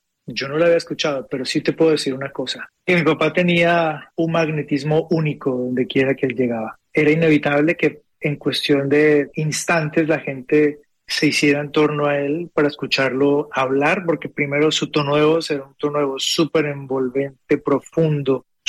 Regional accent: Colombia; Hay algo que a veces nos sucede a nosotros como seres humanos o tal vez como colombianos

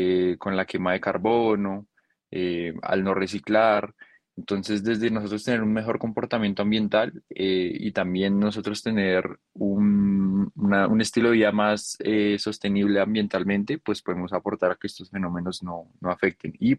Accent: Colombia; la pérdida de estos como colombianos pues nos afecta

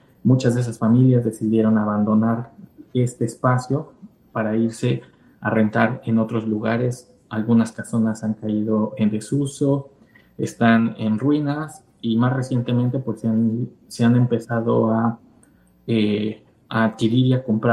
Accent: Mexico; en nuestro país, en mi país

